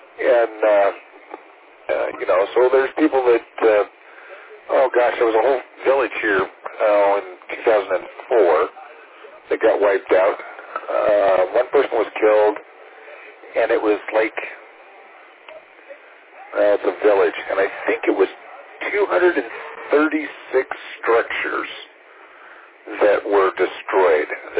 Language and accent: English; Washington, United States; Now, I was raised in Washington State. I actually used to, basically was a hellion where Microsoft main campus is now. It was just a mile away from where I was raised.